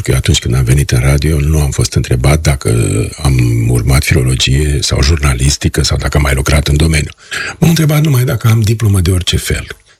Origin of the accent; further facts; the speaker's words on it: Cârja, Vaslui County, Romania; moved away; primarul de acolo a copilărit în Cârja, în satul meu